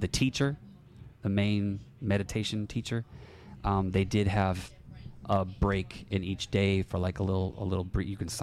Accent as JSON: {"language": "English", "town": "Milwaukee", "region": "Wisconsin", "country": "United States", "said": "I'm from Milwaukee. I don't surf."}